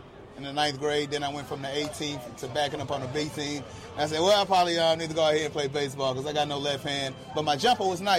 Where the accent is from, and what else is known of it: Houston, Texas, United States; born or raised there